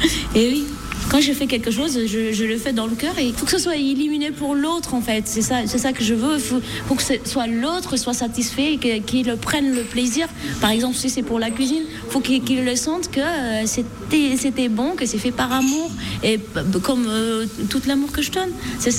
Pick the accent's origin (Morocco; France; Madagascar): Madagascar; moved away; comme je viens de Madagascar